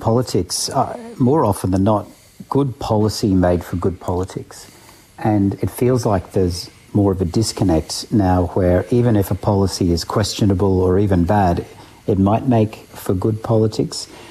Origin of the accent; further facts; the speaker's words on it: Victoria, Australia; including my home state in Victoria